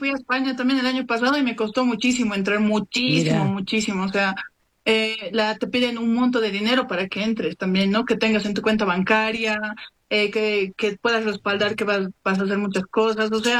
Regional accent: Bolivia; actualmente sí, estoy en Bolivia. Soy standupera boliviana ya hace muchos años.

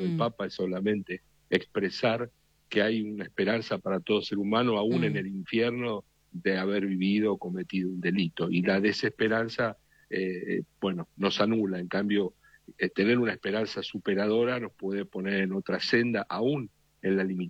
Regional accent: Argentina

